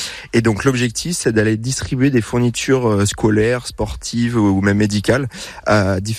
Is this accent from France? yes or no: yes; Centre-Val de Loire, France; D'Artagnan-sur-Indre.